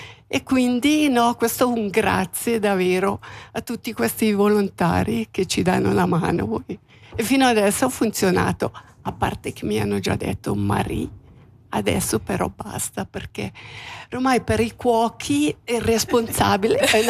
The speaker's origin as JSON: {"language": "Italian", "town": "Mesocco", "region": "Graubünden", "country": "Switzerland", "lives_now": "Lostallo, Switzerland", "said": "anch'io sono di Mesocco e sono arrivata allo stallo nell'89, perché mio marito aveva trovato il lavoro allo stallo"}